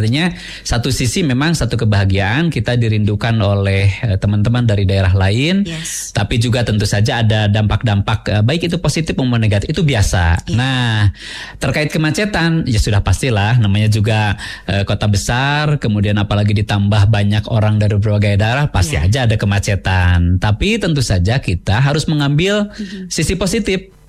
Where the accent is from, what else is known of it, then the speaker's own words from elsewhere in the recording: Bandung, West Java, Indonesia; Kita sebagai warga Kota Bandung